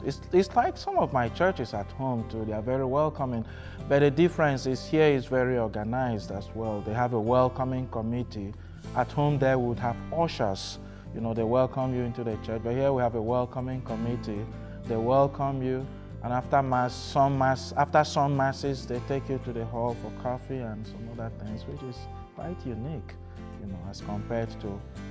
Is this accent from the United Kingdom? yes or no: no; Nigeria; moved away as an adult; now in United States; I've been to Germany, I've been to Mexico, and then Nigeria is my home country.